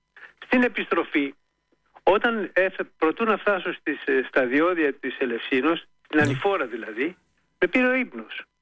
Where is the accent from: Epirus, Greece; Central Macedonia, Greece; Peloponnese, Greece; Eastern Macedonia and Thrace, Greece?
Peloponnese, Greece; που ήταν από το χωριό μου